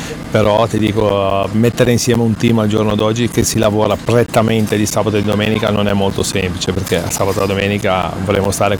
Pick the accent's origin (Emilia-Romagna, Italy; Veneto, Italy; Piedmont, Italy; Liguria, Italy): Liguria, Italy; Chiavari; io sono di Chiavari, quindi giochiamo in casa